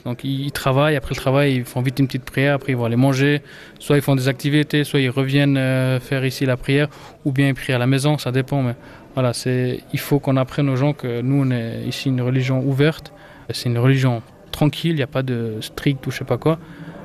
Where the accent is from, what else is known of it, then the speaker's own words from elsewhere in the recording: Fribourg, Switzerland; also born or lived in Lausanne; Non, je suis né ici en Suisse. Je peux même dire le numéro de la chambre d'hôpital, 365, je me rappellerai. Et j'ai fait les études ici à Fribourg